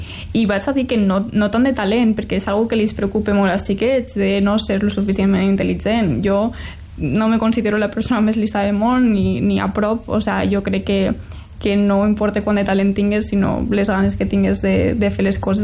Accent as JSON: {"language": "Catalan", "town": "Benicarló", "region": "Valencian Community", "country": "Spain", "tie": "born or raised there", "said": "Sento que jo, quan vaig créixer aquí a Benicarló, realment no tenia referents científics"}